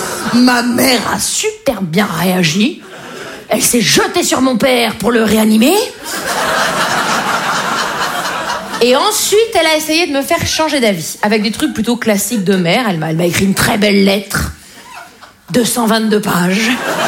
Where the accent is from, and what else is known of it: Grand Est, France; accent: Vosges